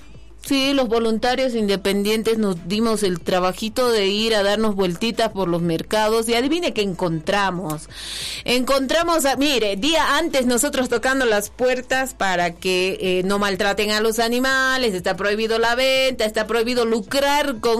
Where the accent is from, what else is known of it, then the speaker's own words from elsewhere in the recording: Potosí, Bolivia; ya es normalazo para nosotros que somos potosinos